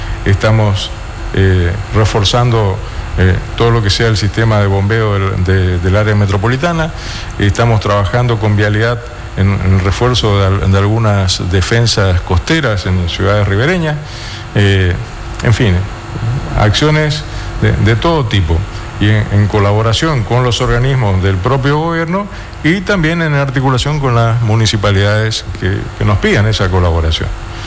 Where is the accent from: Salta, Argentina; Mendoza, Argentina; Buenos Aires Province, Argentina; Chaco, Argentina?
Chaco, Argentina; Somos chaqueños, los chaqueños hemos.